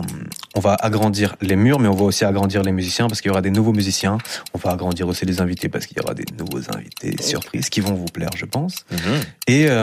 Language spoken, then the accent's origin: French; Martinique